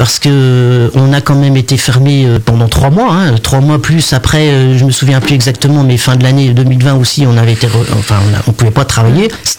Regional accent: Corbigny, Bourgogne-Franche-Comté, France; Je suis originaire de Corbigny à la base et je suis agent immobilier depuis 30 ans cette année.

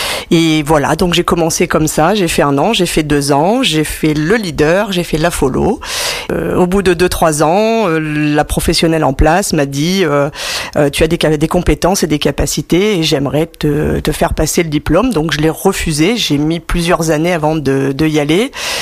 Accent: Hauts-de-France, France; donc je ne suis pas de la région parisienne, je suis picarde.

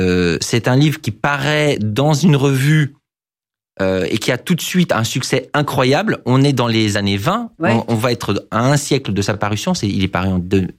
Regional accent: Odesa, Odesa Oblast, Ukraine; moved away; je suis originaire d'Odessa, qui est une ville au bord de la mer Noire.

